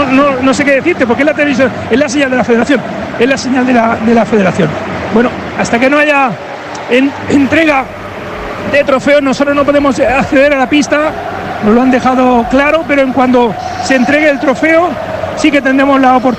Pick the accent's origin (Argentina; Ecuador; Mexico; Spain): Spain; Igualada, Catalonia; soy de Igualada